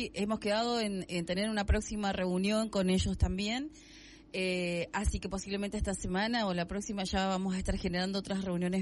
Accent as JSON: {"language": "Spanish", "town": "Caleta Olivia", "region": "Santa Cruz", "country": "Argentina", "tie": "born or raised there", "said": "los caletenses no conocemos la pesquera. Yo le digo, yo soy nacida en Caleta."}